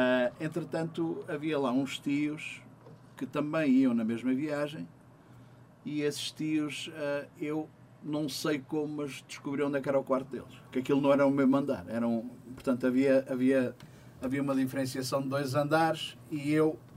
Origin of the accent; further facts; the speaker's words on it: Mozambique; born there; also born or lived in Lourenço Marques (Maputo), Mozambique; Depois o meu pai foi transferido para o norte de Moçambique em 1962, e em 1962 a família foi toda para o norte de Moçambique também.